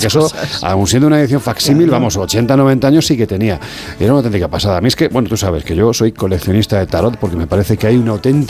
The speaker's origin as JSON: {"language": "Spanish", "region": "Andalusia", "country": "Spain", "said": "Y yo soy andaluz, no soy exagerado, de verdad."}